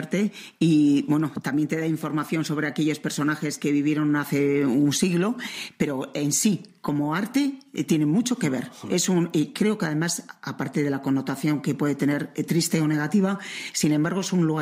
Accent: San Sebastián, Basque Country, Spain; Yo que soy de Gros, y bautizada en San Ignacio, y hecha la primera comunión en San Ignacio

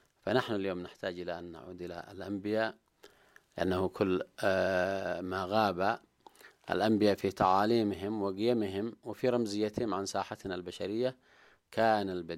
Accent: Yemen; نحن كشعب يمني

